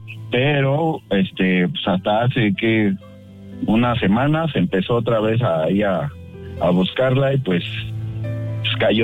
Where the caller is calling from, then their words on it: Mexico City, Mexico; Hablo de la Ciudad de México. Bueno, ahorita andamos acá por Halostrop.